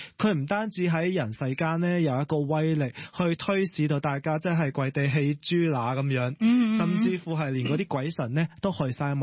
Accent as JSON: {"language": "Cantonese", "country": "Hong Kong", "said": "我哋香港人"}